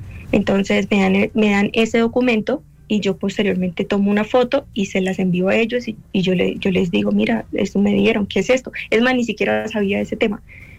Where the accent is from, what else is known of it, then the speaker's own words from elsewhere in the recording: Ibagué, Tolima, Colombia; yo soy de Tolima, Ibagué. Ibagué, Tolima.